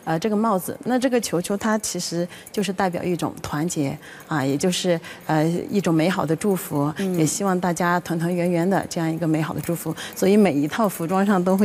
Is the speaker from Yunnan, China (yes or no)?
yes; Mouding County, Yunnan, China; 其实在我们老家就是楚雄州牟定县